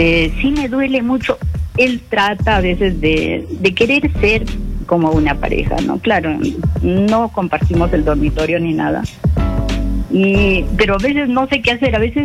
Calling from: Huancayo, Junín, Peru; llamo de la ciudad de Huancayo.

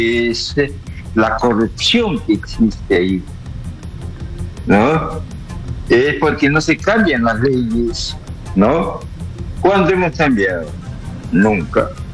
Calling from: Sweden; Llamo de Suecia, señor. Suecia.

